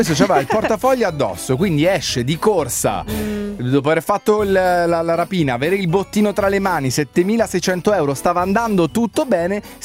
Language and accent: Italian; Palermo, Sicily, Italy; io sono palermitano, sono nato a Palermo